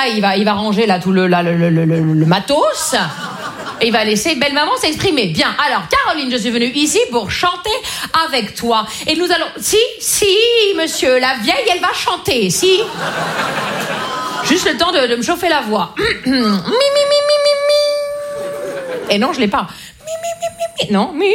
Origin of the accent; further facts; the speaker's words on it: Liffol-le-Grand, Grand Est, France; Je viens des Vosges. Les Vosges, vous voyez? Vous savez, c'est en France, hein, vous voyez? C'est juste avant l'Ukraine, vous voyez? C'est dans l'Est, en Lorraine. Et moi, je viens de Liffol-le-Grand, vous voyez?